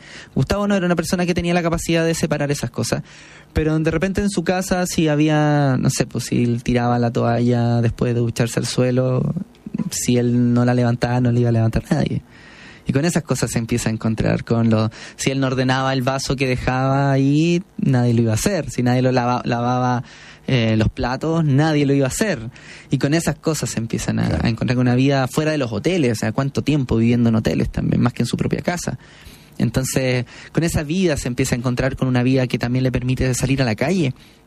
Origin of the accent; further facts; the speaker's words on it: Chile; Yo vengo de Chile.